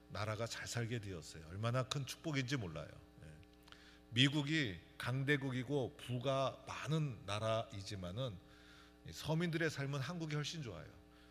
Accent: South Korea

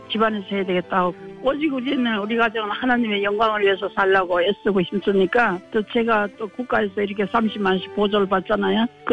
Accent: Seongju, North Gyeongsang, South Korea; 고향은 경상북도 성주군 벽지면이에요. 사면은 많이 나오는 거기. 저는 클 때부터 동네에 가면 교회가 조그만 데 있었어요.

